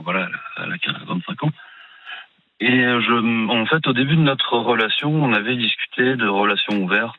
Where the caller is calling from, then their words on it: Cherbourg, Normandy, France; De Cherbourg.